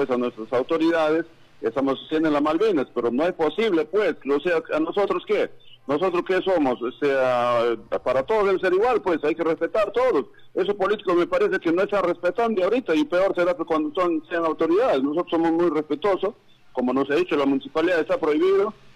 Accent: Peru; con la gente que vivimos acá, con la gente que somos de acá de Huaytía.

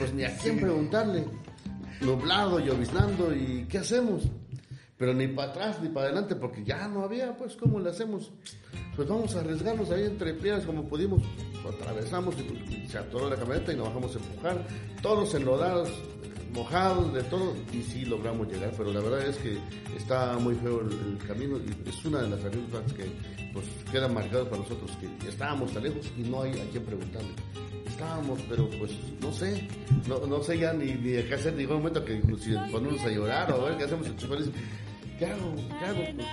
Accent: Ayutla Mixe, Oaxaca, Mexico; born or raised there; now in Oaxaca, Mexico

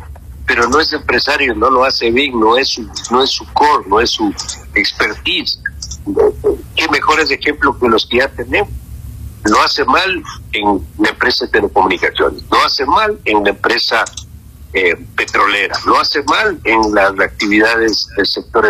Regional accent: Ecuador

